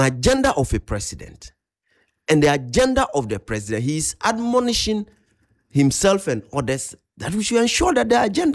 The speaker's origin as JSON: {"language": "English", "country": "Ghana", "said": "as a Ghanaian."}